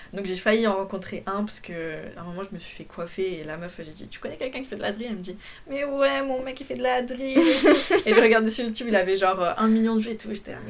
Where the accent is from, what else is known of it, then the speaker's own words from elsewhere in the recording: Poland; accent: Polish; Et j'ai un accent polonais quand je dis ça.